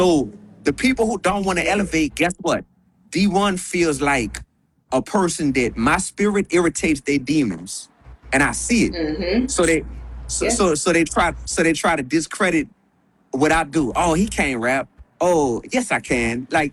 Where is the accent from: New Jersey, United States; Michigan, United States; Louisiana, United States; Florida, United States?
Louisiana, United States; New Orleans; now in Milwaukee, United States; Even though I'm from New Orleans, I'm an adopted son of Milwaukee.